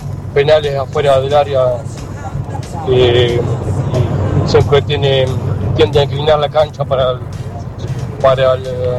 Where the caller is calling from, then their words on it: Tandil, Buenos Aires Province, Argentina; de Tandil.